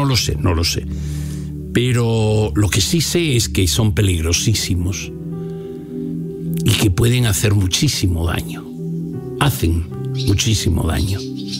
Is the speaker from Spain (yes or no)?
yes; northern Spain, Spain; primero en mi pueblo había convocado a ese, al lugar donde yo jugaba de niño al fútbol, en el Trichero.